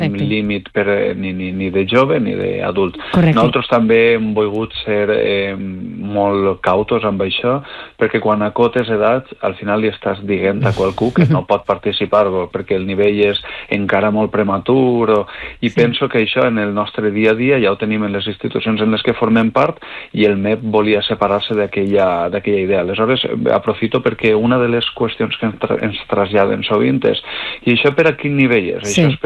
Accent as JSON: {"language": "Catalan", "town": "Planes", "region": "Valencian Community", "country": "Spain", "said": "I després en l'especialitat d'oboe pues estic jo, que soc de Planes"}